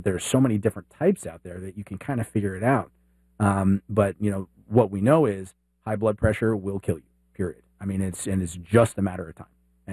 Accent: Dallas, Texas, United States; born or raised there

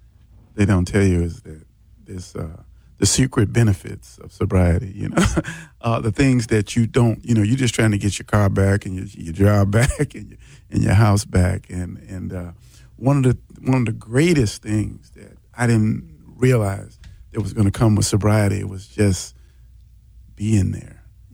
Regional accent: Chicago, Illinois, United States; now in Milwaukee, United States; I was up here in Milwaukee, I'm originally from Chicago

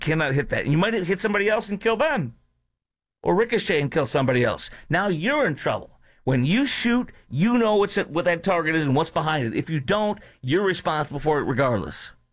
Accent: Chicago, Illinois, United States; Chicago, my hometown

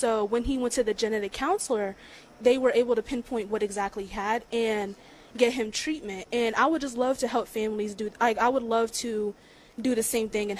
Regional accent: Charles Town, West Virginia, United States; I'm from Charlestown, West Virginia.

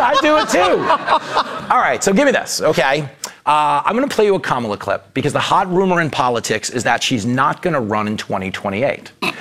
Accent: Long Island, New York, United States; I grew up on Long Island, so I am by default legally Jewish.

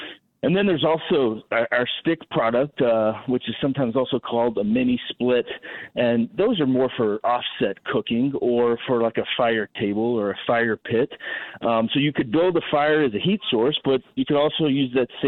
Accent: Texas, United States; now in Wisconsin, United States; So I moved here from Texas about 12 years ago from the Dallas area and really took to barbecue and started doing some local competitions here in Wisconsin

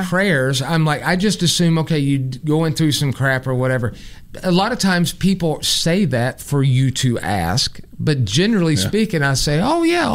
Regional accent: the South, United States; as a Southerner

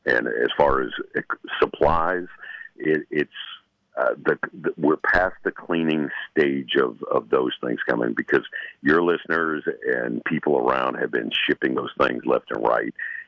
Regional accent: West Virginia, United States; this being my hometown

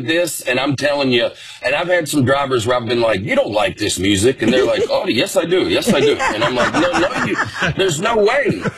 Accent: Harvest, Alabama, United States; I mean, I grew up out in Harvest, Alabama.

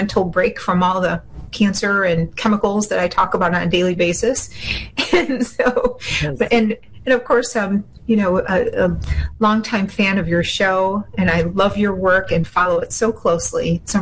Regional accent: Niagara Falls, New York, United States; also born or lived in Georgia; Well, first of all, I was born and raised in Niagara Falls, and I had the opportunity to move away from Niagara Falls and practice as a lawyer in Georgia.

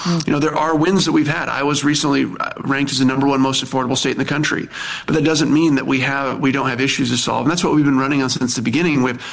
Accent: Iowa, United States; moved away as an adult; I was born and raised in Iowa, graduated from high school in Iowa. I was like one of the Iowa kids that left, and I came back home.

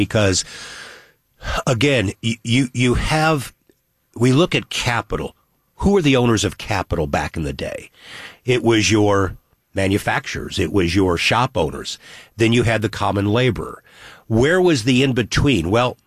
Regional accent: United States; These things still exist. You don't think about it as an American.

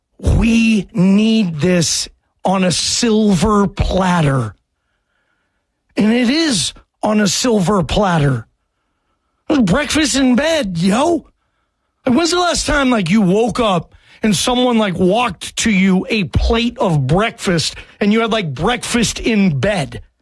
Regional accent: Seattle, Washington, United States; Are you kidding me? I'm from Seattle.

